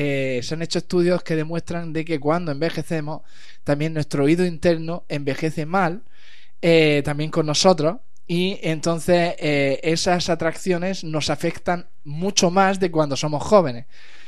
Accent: Lopagán, Region of Murcia, Spain; Allí yo la feria que yo recuerdo de pequeño, ahí en Lopagán, tenían el Master, que era una copia de Hulk, pero en rojo, y con ocho brazos que subían y que bajaban.

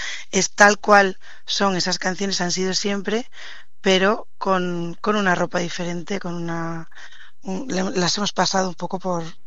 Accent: Cabuérniga, Cantabria, Spain; born there; moved away as an adult; also born or lived in Brazil; now in Cabuérniga, Spain; yo vivía en Brasil durante 10 años más. Estaba viviendo fuera y con la pandemia decidí volver a Cantabria, y concretamente pues vine al pueblo de mi familia, a Cabuérniga, que es una zona en la montaña, un valle bastante, bueno, que mi pueblo tiene 60 habitantes en invierno, y aquí me quedé.

